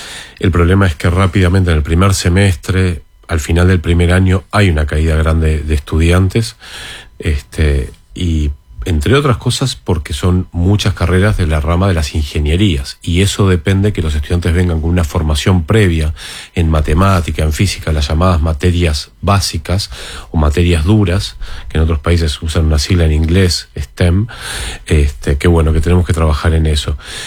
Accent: Uruguay; A mí me dio mucho orgullo como uruguayo

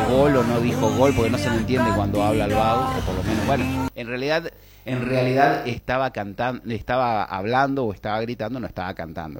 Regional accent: Argentina; Cuando se hablaba como porteños, cuando se hablaba como bonaerenses, cuando teníamos, o sea, cuando hablábamos realmente como el mejor acento de la lengua hispana

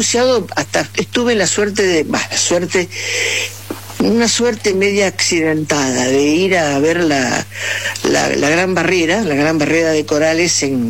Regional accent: Matilde, Santa Fe, Argentina; Sí, casar Matilde es... O sea, Matilde tiene dos partes.

